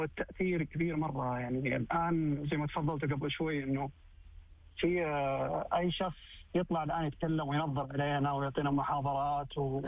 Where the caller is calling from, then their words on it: Riyadh, Riyadh Province, Saudi Arabia; من الرياض.